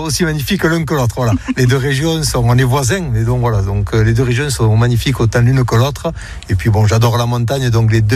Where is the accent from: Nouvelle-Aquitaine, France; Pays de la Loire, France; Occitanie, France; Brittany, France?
Occitanie, France; Tarbes; moved away as an adult; Je suis descendu sur Toulouse, je suis descendu après sur Tarbes, je suis reparti sur Paris et pour être après définitivement muté dans ma région d'origine, Tarbes.